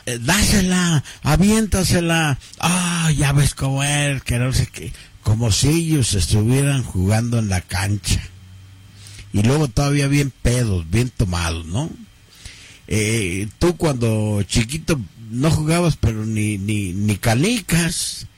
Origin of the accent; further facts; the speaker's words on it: Mexico; Somos mexicanos, amamos el fútbol